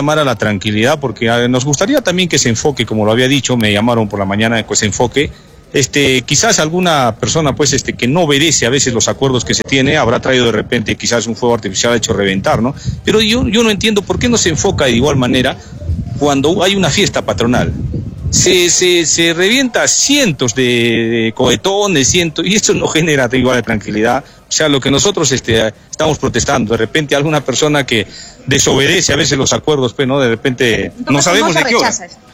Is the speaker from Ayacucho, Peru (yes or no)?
no; Arequipa, Peru; Nosotros como arequipeños estamos reclamando un derecho justo